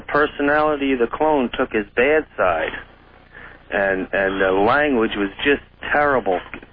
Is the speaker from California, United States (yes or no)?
no; Arizona, United States; now in Ohio, United States; from Arizona, but I'm calling from Ohio, another truck driver.